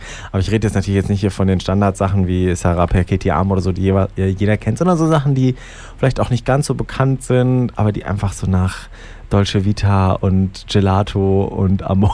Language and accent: German; Thuringia, Germany; Ich komme aus der Nähe von Eisenach und da gibt es so ein, da ist ja auch der Inselsberg